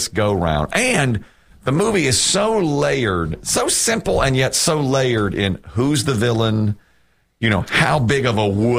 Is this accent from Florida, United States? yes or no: no; Asheboro, North Carolina, United States; moved away; I'm from Ashburn, North Carolina.